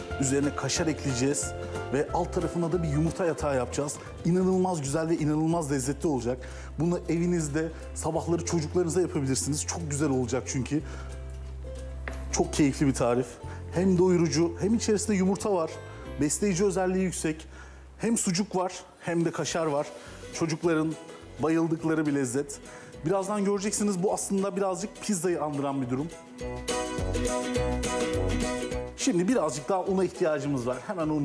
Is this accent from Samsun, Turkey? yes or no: no; Adana, Turkey; Adanalıyım ben. Adana'da dedemin bahçeleri var.